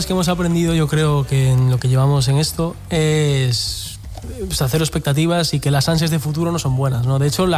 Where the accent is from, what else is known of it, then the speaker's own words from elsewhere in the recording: Galicia, Spain; Entonces, nosotros somos un pueblito de Galicia.